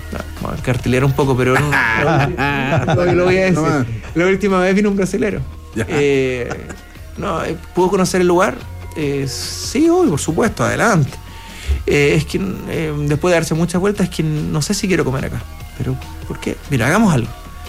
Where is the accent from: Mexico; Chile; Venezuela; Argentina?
Chile; Y eso habla bien de nosotros como chilenos, finalmente.